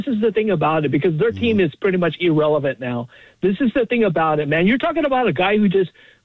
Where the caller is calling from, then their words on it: Santa Cruz, California, United States; I'm here in the Bay Area, close to the Bay Area.